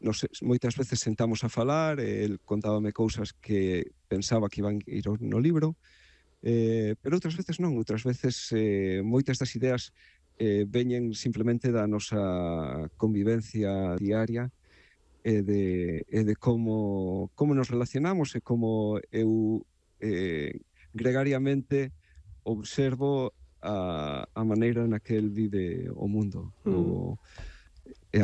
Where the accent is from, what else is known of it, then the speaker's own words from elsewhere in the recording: Bueu, Galicia, Spain; moved away as an adult; now in Doylestown, United States; Bueno, eu son de Bueu, vamos, crecín ali toda a miña vida. Vin a Estados Unidos aí como 20 anos máis ou menos, a través dun programa de intercambio.